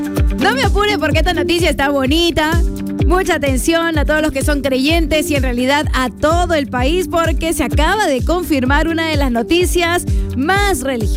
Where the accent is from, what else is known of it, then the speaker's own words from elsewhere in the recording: Peru; tenemos que unirnos como peruanos